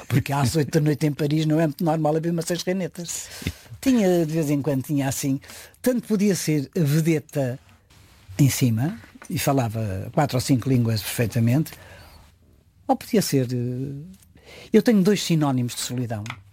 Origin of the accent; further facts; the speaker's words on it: Lisbon, Portugal; A minha infância foi passada nos Olivais.